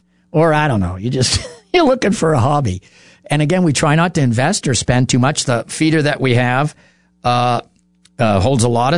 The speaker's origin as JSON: {"language": "English", "town": "Marlborough", "region": "New Hampshire", "country": "United States", "tie": "born or raised there", "said": "Marlboro, my hometown"}